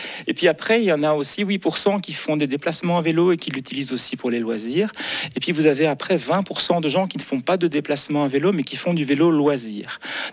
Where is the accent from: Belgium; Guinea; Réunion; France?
Belgium; Wallonia; chez nous, en Wallonie